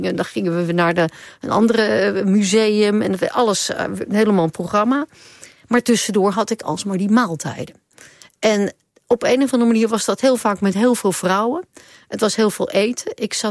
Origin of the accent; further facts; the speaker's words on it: Amsterdam, North Holland, Netherlands; Soleimani, dat is voor mij als Amsterdammer makkelijk te zeggen.